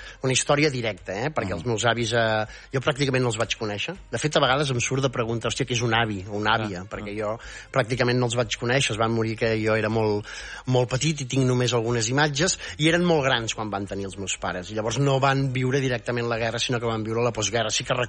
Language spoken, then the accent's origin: Catalan; Catalonia, Spain; nosaltres som de Barcelona, però tocant a Girona.